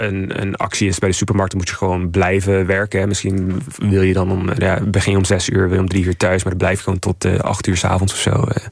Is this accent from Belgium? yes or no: no; Canada; Dutch is a second language; ik kom oorspronkelijk uit Canada.